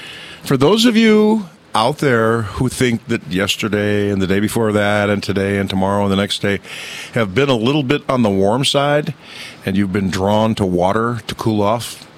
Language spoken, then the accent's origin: English; Wise River, Montana, United States; moved away; we're from Wise River, Montana, which is 6,200 feet on the Continental Divide.